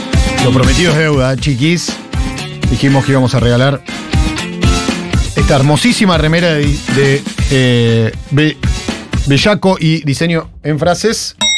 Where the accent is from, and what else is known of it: Argentina